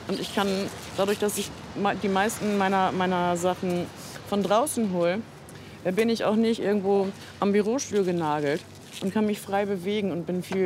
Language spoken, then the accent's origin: German; Hamburg, Germany; Ich komme selber aus Vierland und das ist selbstverständlich, dass ich hier bin.